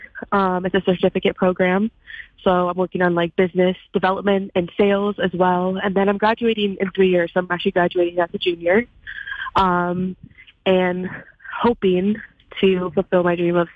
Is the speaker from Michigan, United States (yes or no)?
yes; East Grand Rapids, Michigan, United States; moved away as an adult; now in Ann Arbor, United States; my hometown, East Grand Rapids, and we're playing at my high school.